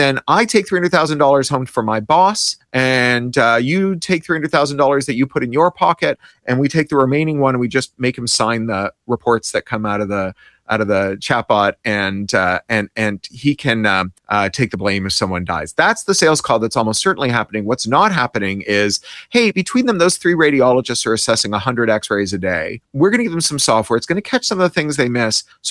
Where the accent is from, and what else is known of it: Canada; born or raised there; now in United States